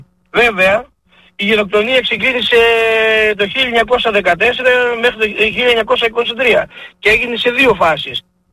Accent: Western Greece, Greece; το χωριό μου του Παμπαλιό και γενικά την Τροκαρνανία

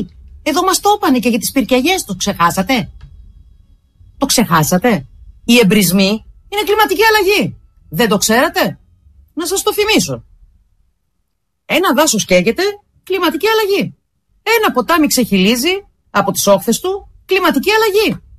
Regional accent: Heraklion, Crete, Greece; εδώ στην πόλη μου, στο Ηράκλειο, έχουν φαίνεται πάρα πολλά χρόνια τώρα, έχουν μια αλλεργία στο πράσινο.

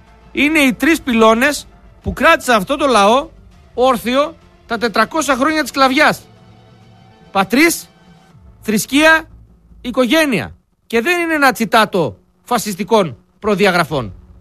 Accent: Greece; Αλλά εμείς ρε παιδιά είμαστε Έλληνες. Εμείς μέσα μας έχουμε ελληνικό DNA.

